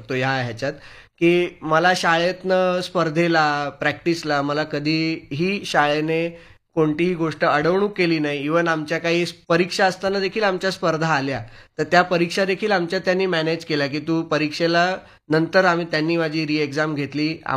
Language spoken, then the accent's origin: Marathi; Mumbai, Maharashtra, India; मी बोरिवलीमध्ये सुविद्या प्रसारक संघाच्या सुविद्यालय या शाळेमध्ये लहानाचा मोठा झालो